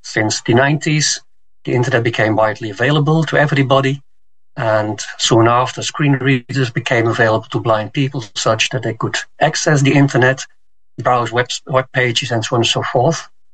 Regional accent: Netherlands; I'm from the Netherlands

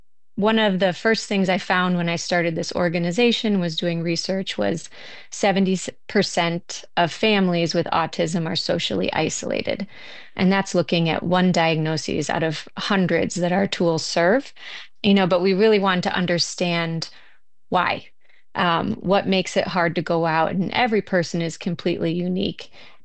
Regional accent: Wisconsin, United States; Yeah, I fell in love with the ocean at a young age, and I'm from Wisconsin, so that was through aquariums.

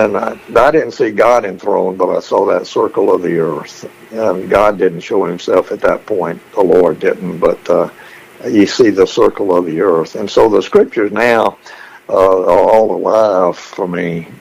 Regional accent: the South, United States; Growing up in the South

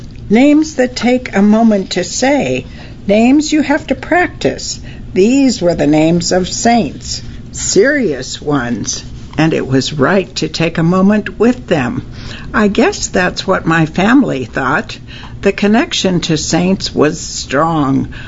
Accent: Nogales, Arizona, United States; born there; I was born in Nogales, Arizona, on the border between Mexico and the United States.

